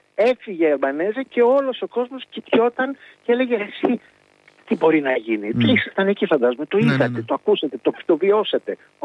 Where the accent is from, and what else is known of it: Greece